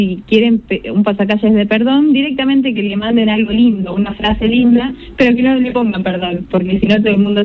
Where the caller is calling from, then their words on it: Pergamino, Buenos Aires Province, Argentina; Soy de Pergamino, pero siempre mando a Rosario.